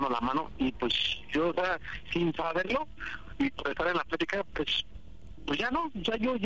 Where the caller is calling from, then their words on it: Naucalpan, State of Mexico, Mexico; Estamos aquí en Naucalpan, tengo 37